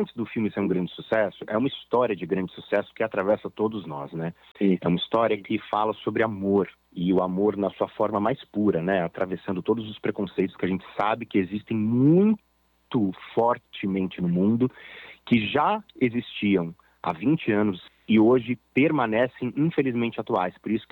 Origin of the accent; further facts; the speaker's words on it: São Paulo, Brazil; me mudei para o Rio de Janeiro, sou de São Paulo, para fazer o espetáculo.